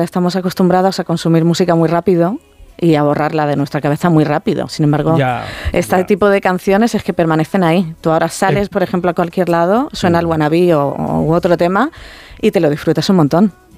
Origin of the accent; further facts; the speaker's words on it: Alicante, Valencian Community, Spain; moved away as an adult; Yo soy de Alicante, me vine aquí a estudiar